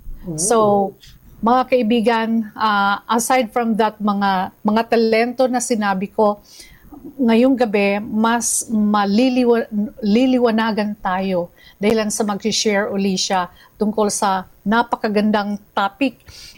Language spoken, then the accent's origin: English; Thailand; I'm coming from Thailand.